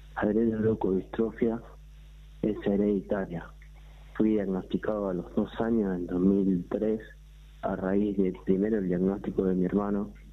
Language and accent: Spanish; Marcos Juárez, Córdoba, Argentina; born there; now in Leones, Argentina; Yo nací en Marco Juárez y vivo ahora en Leones.